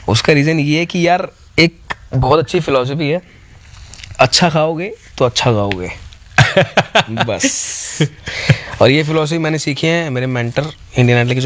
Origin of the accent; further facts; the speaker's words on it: Punjab, India; मैं भी पंजाबी हूँ, वो भी पंजाबी हैं और पूरे पंजाब को वर्ल्ड वाइड रिप्रेजेंट भी कर रहे हैं.